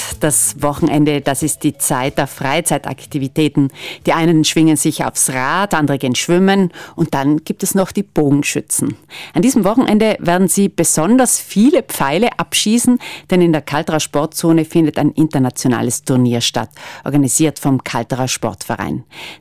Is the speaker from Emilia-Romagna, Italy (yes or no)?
no; Trentino-Alto Adige, Italy; Bei uns in Südtirol gibt es im Wald, sieht man manchmal so Parcours mit fast lebensechten Kunststofftieren.